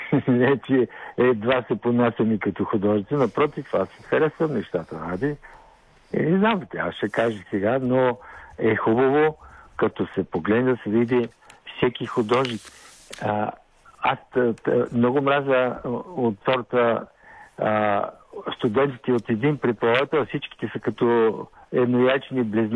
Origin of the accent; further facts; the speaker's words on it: Plovdiv, Plovdiv Province, Bulgaria; занесах в Пловдив, понеже съм пловдивчанин, да участвам в тамошната изложба на пловдивските художници